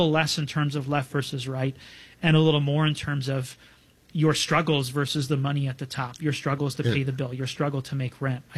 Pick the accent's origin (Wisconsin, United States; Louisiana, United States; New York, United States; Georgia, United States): New York, United States; Binghamton; up in my hometown of Binghamton, New York